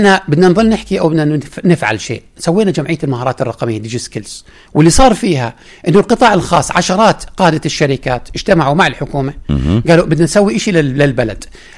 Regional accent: Jordan; الانطباع العام عندنا كأردنيين

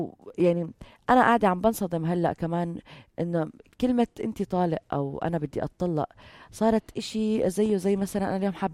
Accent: Jordan; بس عندنا بالأردن فكونا من هاي الحوادث.

